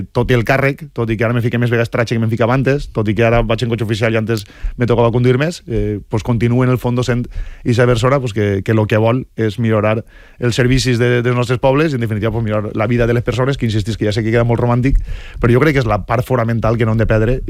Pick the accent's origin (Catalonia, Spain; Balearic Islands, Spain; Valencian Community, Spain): Valencian Community, Spain; Gavarda; jo vaig néixer en Gavarda